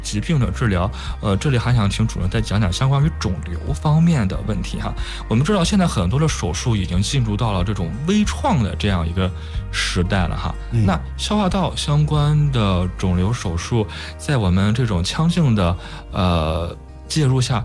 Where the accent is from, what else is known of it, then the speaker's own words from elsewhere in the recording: China; 提到饮食的问题不得不提到我们中国人的这种饮食习惯的一个问题啊